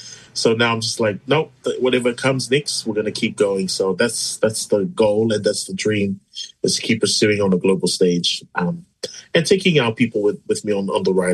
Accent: Cook Islands; I was born and bred in Cook Islands

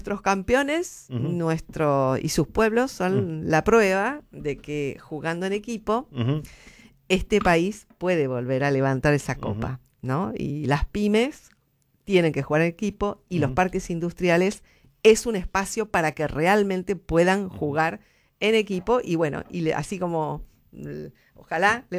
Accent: Rosario, Santa Fe, Argentina; born there; yo, que también nací en Rosario

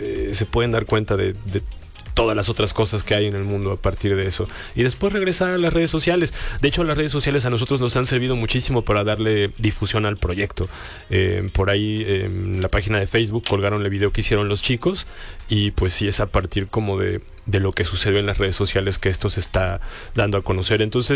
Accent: Mexico City, Mexico; now in Los Cabos, Mexico; vivimos en un lugar donde yo vengo de la Ciudad de México, entonces pues nada que ver con la ciudad

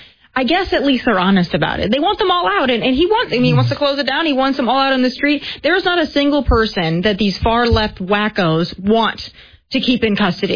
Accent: South Dakota, United States; Well, and I'm from South Dakota, and, you know, we just have a budget surplus, I think, of about $70 million.

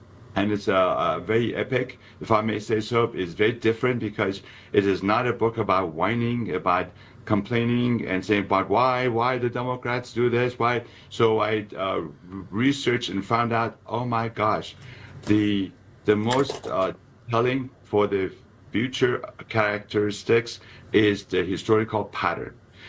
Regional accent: Iran; moved away; I'm an immigrant from Iran, 1979, the proverbial 47 years ago, when the mullahs came to Iran, me and 2 million other Iranians flee away from them.

